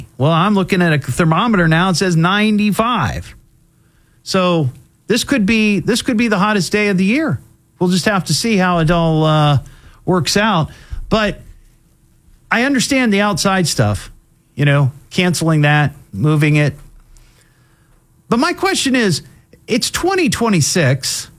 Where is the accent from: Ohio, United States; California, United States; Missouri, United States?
Ohio, United States; Beavercreek; the schools that I grew up going to in Beaver Creek